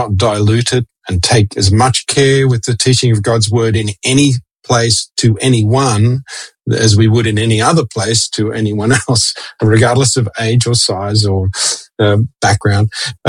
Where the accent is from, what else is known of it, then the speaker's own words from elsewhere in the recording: Sydney, New South Wales, Australia; in the system that we grew up in Sydney